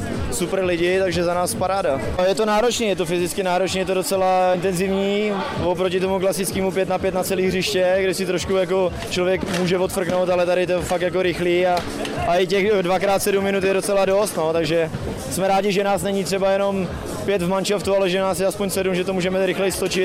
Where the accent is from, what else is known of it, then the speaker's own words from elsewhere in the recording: Pardubice Region, Czechia; jsem tady s pobřežím Lihoviny, v té amatérské části, jsme z Pardubicka